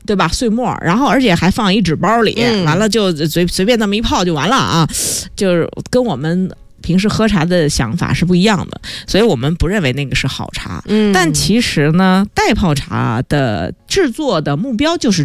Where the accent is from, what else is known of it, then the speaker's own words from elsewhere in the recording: China; 我们中国人就会认为就是我们要审美嘛